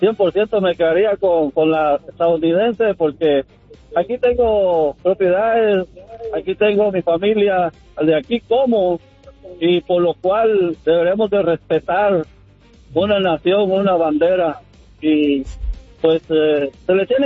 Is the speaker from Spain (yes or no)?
no; Guatemala; No, viejo, soy guatemalteco y 100%